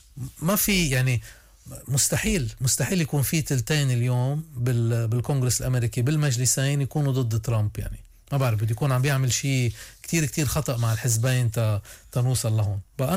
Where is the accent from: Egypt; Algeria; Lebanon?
Lebanon; نحن لازم نتصرف كلبنانيين